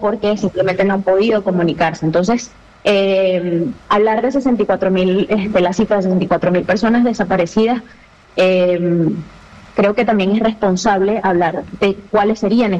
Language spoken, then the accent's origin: Spanish; Venezuela; Y la verdad es que si algo nos caracteriza a nosotros como venezolanos, es que en tiempos duros la solidaridad se expresa de distintas maneras.